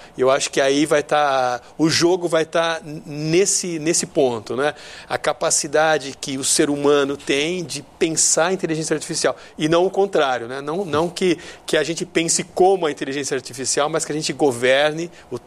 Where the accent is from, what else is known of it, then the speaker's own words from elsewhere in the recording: Rio de Janeiro, Brazil; eu venho do Rio de Janeiro